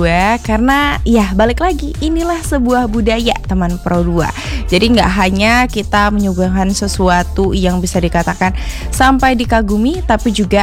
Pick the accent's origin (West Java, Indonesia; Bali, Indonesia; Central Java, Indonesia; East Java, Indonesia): Bali, Indonesia; kita orang Bali